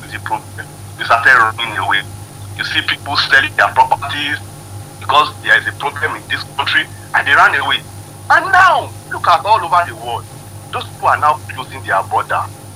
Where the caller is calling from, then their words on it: Uloberu, Nigeria; I'm calling from Uloberu.